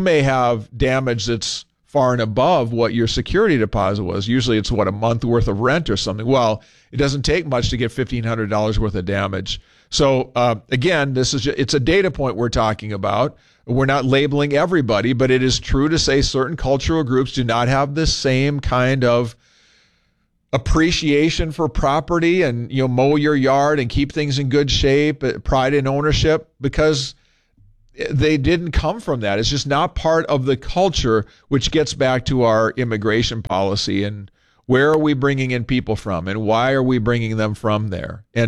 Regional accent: Minnesota, United States; moved away; Minnesota is my home state. I grew up there, lived a good share of my life in that Twin Cities metro area.

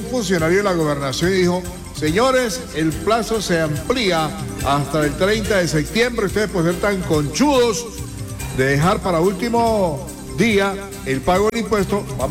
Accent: Colombia

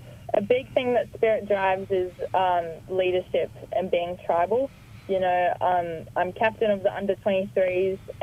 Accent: Sydney, New South Wales, Australia; I've lived in Epping for most of my life.

